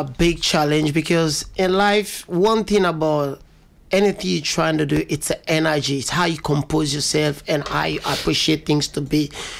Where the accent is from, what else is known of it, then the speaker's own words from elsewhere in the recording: Sierra Leone; moved away; But I'm from Sierra Leone.